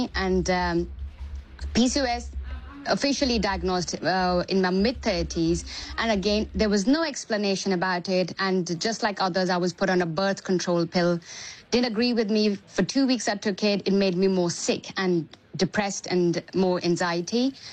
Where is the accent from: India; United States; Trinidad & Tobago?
India; So I was born and raised in India, and I'm 45